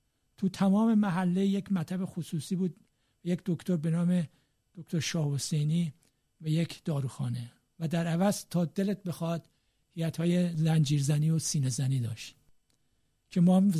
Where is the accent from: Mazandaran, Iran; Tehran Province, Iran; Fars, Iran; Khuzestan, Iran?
Tehran Province, Iran; Tehran; جوادیه، محله‌ای که من در آن بزرگ شدم